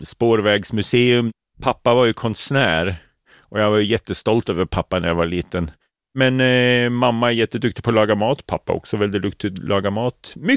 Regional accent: Malmköping, Södermanland, Sweden; Jag kommer från Malmköping.

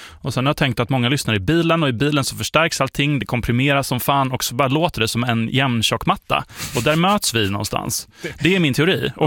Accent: West Coast, Sweden; now in Stockholm, Sweden; Ja, men jag är liksom uppvuxen på västkusten, bott i Stockholm i 16 år. Alltså det har bara blandats ut.

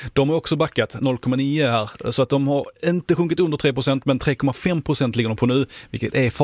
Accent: Halland County, Sweden; min hemkommun, Hylte kommun.

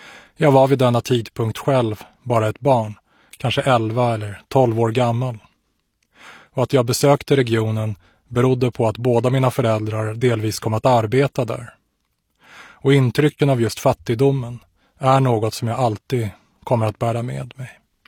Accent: Sweden; livet hemma i Sverige

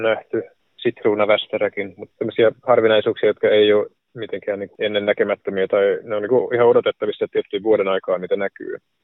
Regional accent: Finland; mistä mä kotoisin niin kuin sisämaasta

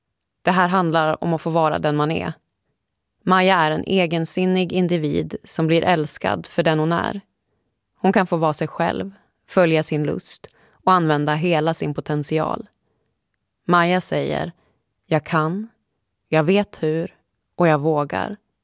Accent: Gävle, Gävleborg County, Sweden; jag har haft så lite tid till att underhålla mina relationer hemma i Gävle. Efter flera år på vift känner jag mig mer som en främling eller en gäst på den plats jag borde kalla hem.

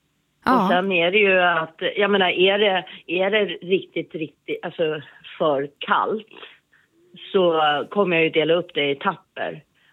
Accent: Sweden; det är väldigt vackert här hemma i Sverige

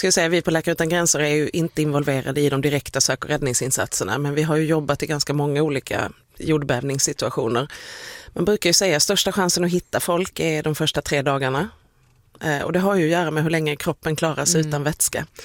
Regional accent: Skåne, Sweden; Ja, men jag är skåning så då låter det ju som det är.

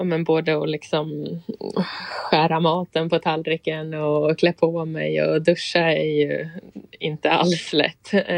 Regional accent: Sweden; hemma i Sverige

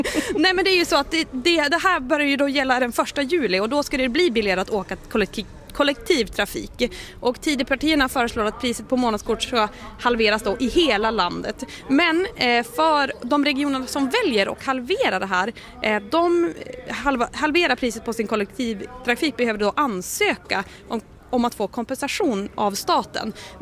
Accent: Åsele, Västerbotten County, Sweden; jag är uppvuxen i Åsele.

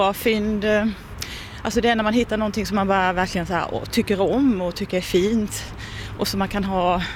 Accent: Ronneby, Blekinge, Sweden; Jag kommer ifrån Ronneby.

